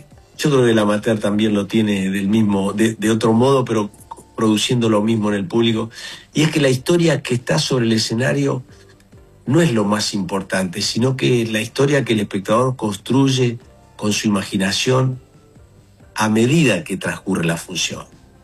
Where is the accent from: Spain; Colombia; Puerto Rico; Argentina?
Colombia; Venimos de Colombia a hacer una experiencia preciosa.